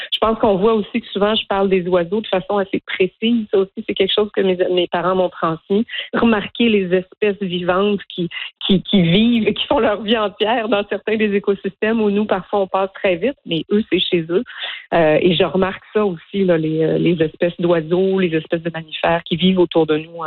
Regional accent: Ontario, Canada; Donc, je suis née en Ontario, j'ai grandi en Ontario. En Ontario, il y avait le drapeau franco-ontarien qui s'affichait

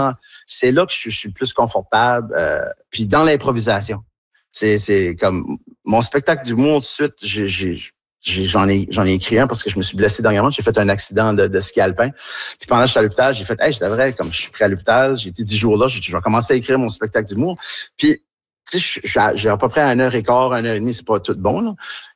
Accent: Tracadie, New Brunswick, Canada; accent: Tracadie

